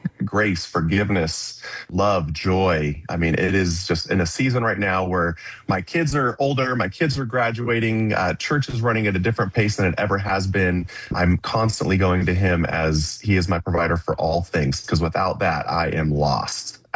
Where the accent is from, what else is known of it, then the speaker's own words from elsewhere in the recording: Reno, Nevada, United States; now in Carson City, United States; I live and pastor and privileged to do that in Carson City, Nevada, and born and raised in Reno Sparks, Nevada. Grew up, became a Christian at 17 years old.